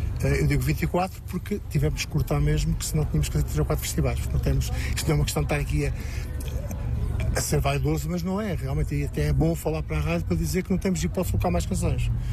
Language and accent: Portuguese; Murtosa, Centro, Portugal; born there; A Junta de Freguesia do Monte, onde nasci